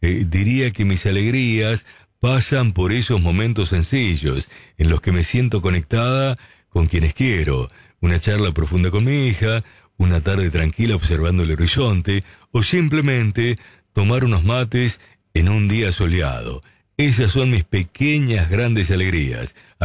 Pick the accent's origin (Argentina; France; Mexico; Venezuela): Argentina; como somos nosotros los argentinos